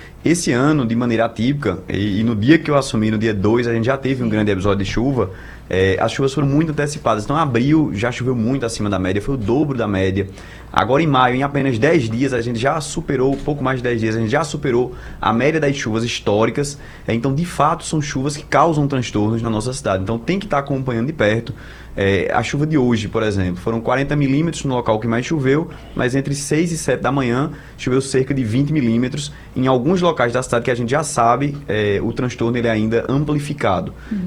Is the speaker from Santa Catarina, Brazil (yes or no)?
no; Recife, Pernambuco, Brazil; born there; eu nasci aqui em Recife, fui para o interior, voltei para estudar na universidade, estudava na Universidade Federal de Pernambuco e morava lá na Torre, próximo da igreja da Torre.